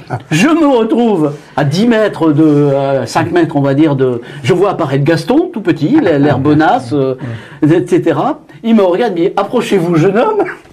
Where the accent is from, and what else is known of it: Hauts-de-France, France; born or raised there